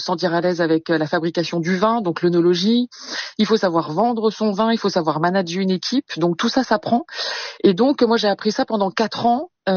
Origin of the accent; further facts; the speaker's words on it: Le Creusot, Bourgogne-Franche-Comté, France; Voilà, j'ai retrouvé ma Bourgogne natale. Moi, j'étais du Creusot, donc ça c'est la Bourgogne industrielle, et je suis allée dans la Bourgogne viticole.